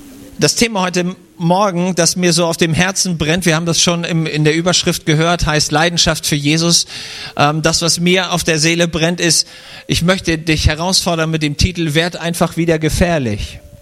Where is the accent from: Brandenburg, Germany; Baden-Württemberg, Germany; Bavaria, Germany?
Baden-Württemberg, Germany; Weikersheim; Ich komme aus Weikersheim. Das ist, wenn man Richtung Würzburg denkt, Taubertal runterfährt